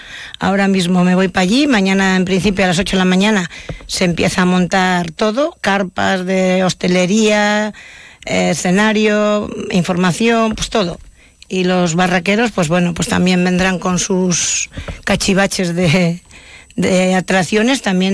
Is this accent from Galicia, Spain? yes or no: yes; Galicia, Spain; moved away as an adult; now in Navarre, Spain; Me vine porque me casé y mi marido trabajaba aquí y me vine para aquí a vivir.